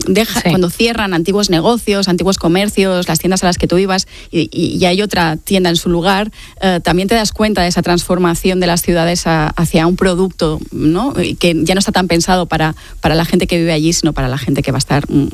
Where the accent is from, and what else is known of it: Balearic Islands, Spain; moved away as an adult; now in Barcelona, Spain